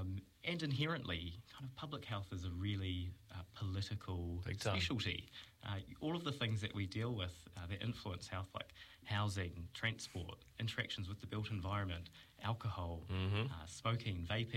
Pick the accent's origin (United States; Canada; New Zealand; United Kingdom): New Zealand; Napier, Hawke's Bay; born there; also born or lived in Wairoa; when I was about 7-8 years old, my family moved to Napier.